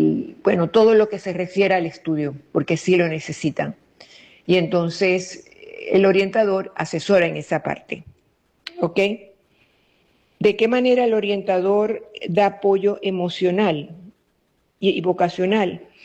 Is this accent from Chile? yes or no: no; Venezuela; como todo venezolano nos ha pasado